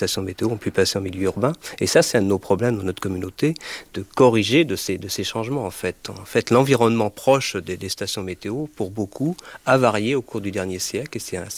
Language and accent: French; Janzé, Brittany, France; Jansé en Ille-et-Vilaine, et le temps était vraiment le problème de tous les jours pour les moissons, pour j'ai vécu tout ça dans ma jeunesse.